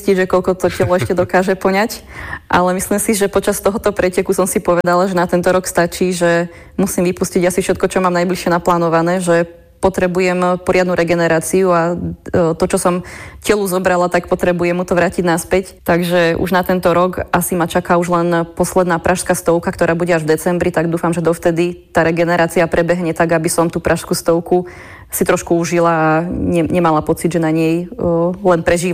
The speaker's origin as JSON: {"language": "Slovak", "town": "Trenčín", "region": "Trenčín Region", "country": "Slovakia", "tie": "born or raised there", "said": "Ja som sa na Trenčín veľmi tešila, práve preto, že je to moje domovské mesto"}